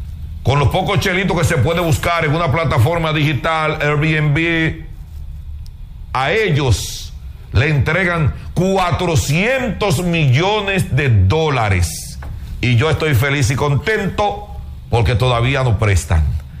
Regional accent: Dominican Republic; como ciudadano dominicano, norteamericano, dominicano.

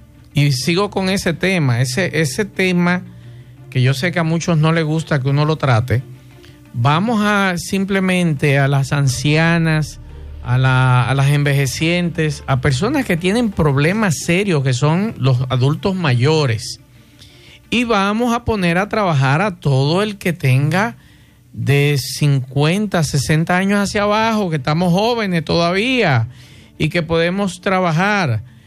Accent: Dominican Republic; y yo como dominicano

